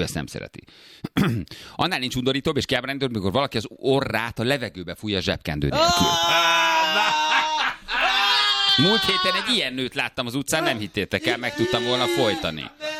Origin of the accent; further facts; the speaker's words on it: Nyíregyháza, Szabolcs-Szatmár-Bereg, Hungary; Nyíregyháziként, hogy lehetsz ilyen finnyás egyébként, kérdezik.